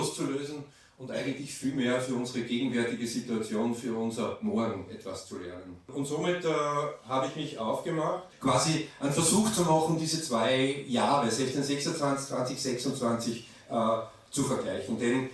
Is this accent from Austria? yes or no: yes; Aigen-Schlägl, Upper Austria, Austria; dass dort, wo ich herkomme, aus Eigenschlägel, Nebenerwerbsbauern sind